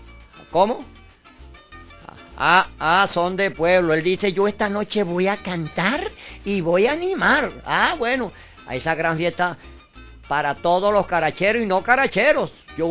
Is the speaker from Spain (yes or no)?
no; Mérida, Venezuela; Allá en mi tierra de Mérida.